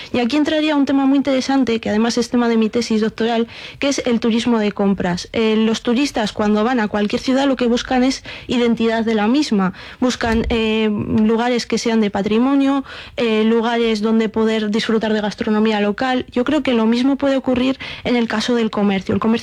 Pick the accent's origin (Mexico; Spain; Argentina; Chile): Spain; Jaén, Andalusia; Yo, que además soy de Jaén